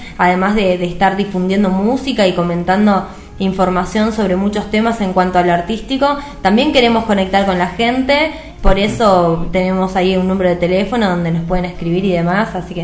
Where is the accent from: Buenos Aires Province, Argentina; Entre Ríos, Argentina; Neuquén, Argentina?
Neuquén, Argentina; moved away as an adult; also born or lived in General Roca, Río Negro; now in Buenos Aires, Argentina; yo nací en Neuquén Capital hasta los 13 años y desde los 13 años hasta, bueno, mis 28 estuve en la ciudad de General Roca.